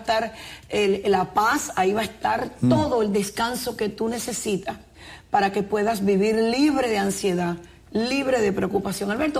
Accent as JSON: {"language": "Spanish", "country": "Puerto Rico", "tie": "born or raised there", "also_born_or_lived": "Cuba", "lives_now": "United States", "said": "Porque yo soy cubana porque nací en Cuba. Pero mis padres son del Líbano, así que soy libanesa. Y me crié en Puerto Rico, así que..."}